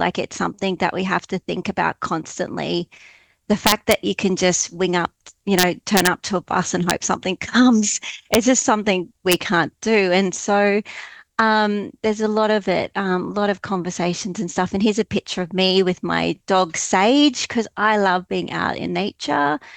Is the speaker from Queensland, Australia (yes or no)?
yes; Brisbane, Queensland, Australia; born or raised there; now in Tasmania, Australia